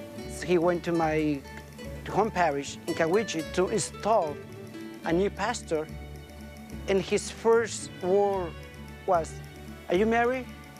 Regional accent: Michoacán, Mexico; English is a second language; now in United States; I came to the States 20 years ago. You know, I am from Michoacán, Mexico.

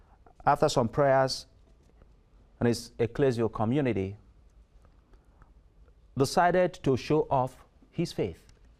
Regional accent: Nigeria; I am from Nigeria.

